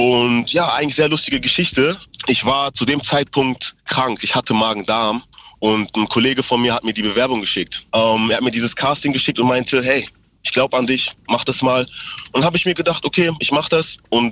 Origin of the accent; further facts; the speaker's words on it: Münster, North Rhine-Westphalia, Germany; Ich wurde in der UKM geboren und bin Münsteraner since day one.